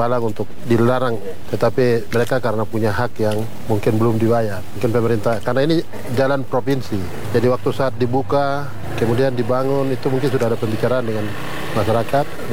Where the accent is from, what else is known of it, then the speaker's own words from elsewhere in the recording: Jayapura, Papua, Indonesia; Kita orang Tobati juga walaupun bayar tanah, tapi kita warana juga akan lewat di sini.